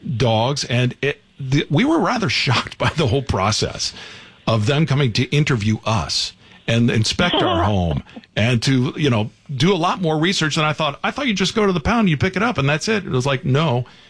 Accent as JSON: {"language": "English", "region": "Florida", "country": "United States", "said": "Yeah, and I'm keeping my eye personally because I'm from Florida"}